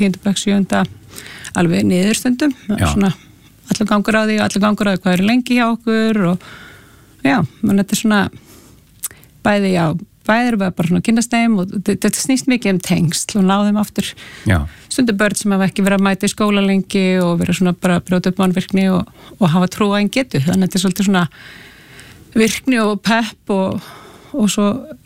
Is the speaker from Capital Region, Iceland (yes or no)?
no; Trékyllisvík, Westfjords, Iceland; ég er alveg upp í Trekkilsvík og Ströndum